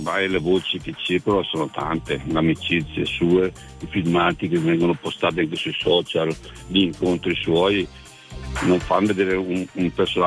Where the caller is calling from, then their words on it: Bolzano, Trentino-Alto Adige, Italy; Di Bolzano.